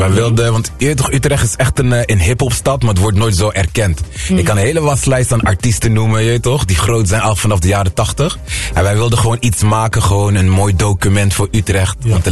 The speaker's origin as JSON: {"language": "Dutch", "country": "Aruba", "tie": "born there"}